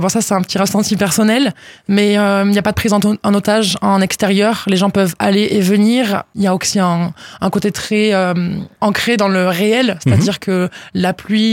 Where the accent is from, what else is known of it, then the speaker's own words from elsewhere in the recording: Salles-sur-Garonne, Occitanie, France; also born or lived in Toulouse; En fait, moi je suis native de... Enfin, je suis toulousaine, mais j'ai grandi à Salles-sur-Garonne.